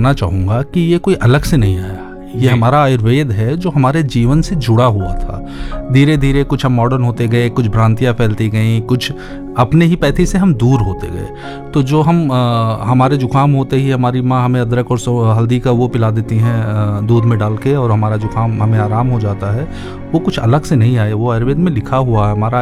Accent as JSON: {"language": "Hindi", "town": "Gonda", "region": "Uttar Pradesh", "country": "India", "tie": "born or raised there", "said": "मैं यहीं गोंडा का रहने वाला हूँ। गोंडा के पास ही एक छोटा सा विलेज है चांदपुर, वहीं का रहने वाला हूं। मेरी शिक्षा दीक्षा भी गोंडा में ही हुई है।"}